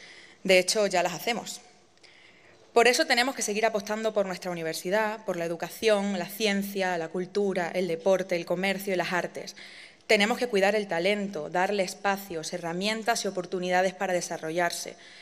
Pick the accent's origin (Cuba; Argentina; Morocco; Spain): Spain; Almendralejo, Extremadura; born there; Yo nací en Almendralejo y empecé a escribir siendo muy, muy pequeña, con 8 años.